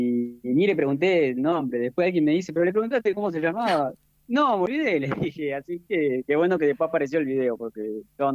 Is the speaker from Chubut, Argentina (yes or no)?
yes; Trelew, Chubut, Argentina; born there; also born or lived in El Bolsón; now in Epuyén, Argentina; Yo nací en Trelew